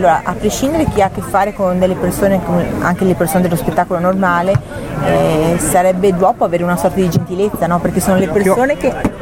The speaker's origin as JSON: {"language": "Italian", "town": "Venice", "region": "Veneto", "country": "Italy", "said": "io sono di un'isola di Venezia, no? Sono veneziana"}